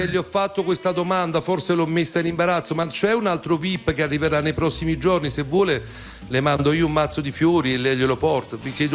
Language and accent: Italian; Naples, Campania, Italy; da napoletano a napoletano